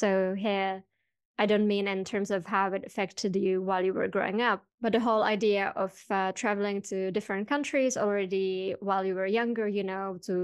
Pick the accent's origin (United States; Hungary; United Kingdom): Hungary; English is a second language; So being a young woman, you know, growing up in Hungary while also being Jewish obviously brings with it a lot of challenges.